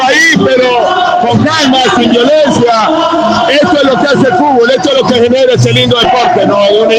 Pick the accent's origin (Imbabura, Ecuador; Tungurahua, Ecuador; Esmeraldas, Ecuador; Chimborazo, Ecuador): Esmeraldas, Ecuador; un saludo, perdón, a todo mi pueblo meraleño